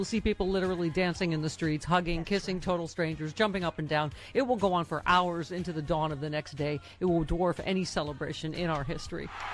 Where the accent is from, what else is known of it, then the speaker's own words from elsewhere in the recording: Buffalo, New York, United States; So, can I just say, my hometown gave the middle finger to Trump yesterday, and I apologize, Angela V. Shelton of the Detroit Sheltons, but my Buffalo Bills beat your Detroit Lions last night.